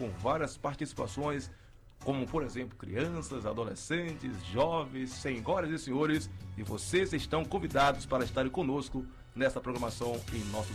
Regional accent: Vera Cruz, Bahia, Brazil; eu sou da ilha de Itaparica, eu sou do campo de Veracruz

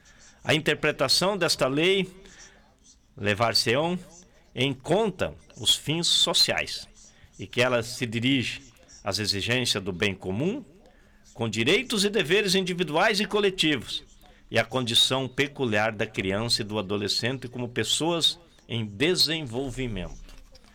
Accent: Brazil

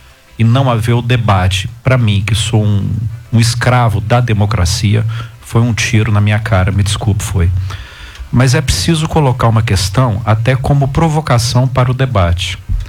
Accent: Brazil; nós, enquanto brasileiros que amamos esse país

